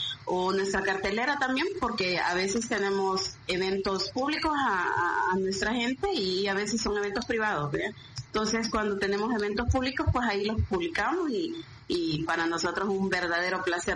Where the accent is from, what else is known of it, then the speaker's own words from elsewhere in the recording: El Salvador; Nuestro fuerte siempre ha sido el tropical, ese ha sido nuestro género más fuerte, como típico salvadoreño, ¿verdad?